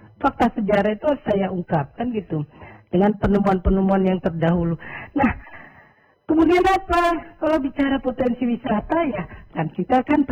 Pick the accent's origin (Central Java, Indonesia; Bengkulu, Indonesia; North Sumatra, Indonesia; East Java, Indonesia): North Sumatra, Indonesia; Untuk menunjukkan bahwa kami adalah orang Angkola.